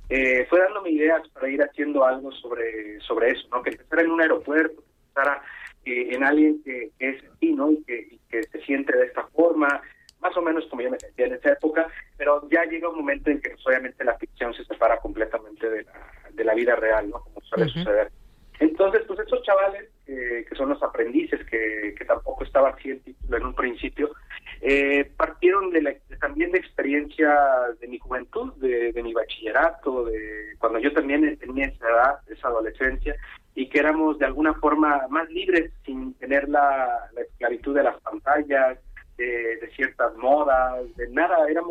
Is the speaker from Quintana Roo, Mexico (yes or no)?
yes; Cancún, Quintana Roo, Mexico; mi Cancún, ¿no? La Cancún que yo crecí, que está en el Caribe mexicano.